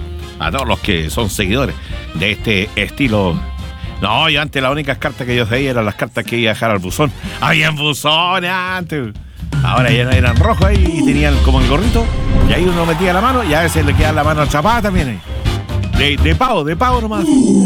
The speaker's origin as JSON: {"language": "Spanish", "country": "Chile", "said": "La inteligencia artificial no nos reconoce como hablamos nosotros los chilenos."}